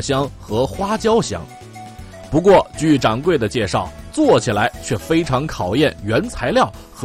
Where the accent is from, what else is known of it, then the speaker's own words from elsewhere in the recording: Beijing, China; 其实咱们北京人吃凉面调料非常简单